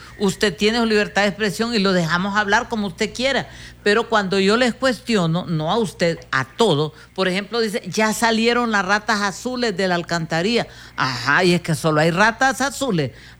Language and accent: Spanish; Honduras; somos hondureños y amamos este país.